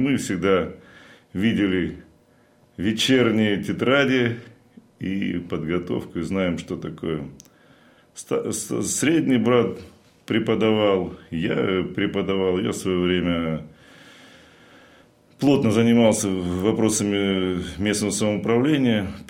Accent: Krasnodar Krai, Russia; moved away as an adult; now in Oryol Oblast, Russia; Родом я с Кубани.

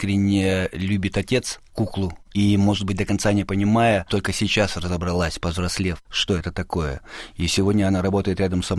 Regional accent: Siberia, Russia; я родом из Сибири, да, там вот из этой той самой тайги

